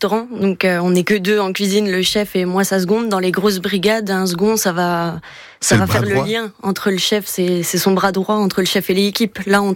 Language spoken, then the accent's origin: French; Grand Est, France; moved away as an adult; now in Jura, France; Chez moi en Moselle, j'ai commencé à Metz dans des tout petits restaurants.